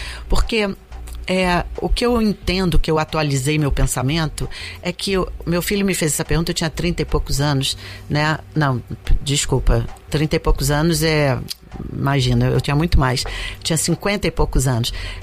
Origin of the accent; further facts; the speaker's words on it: Brazil; eu sou neta de imigrantes e fui educada como brasileira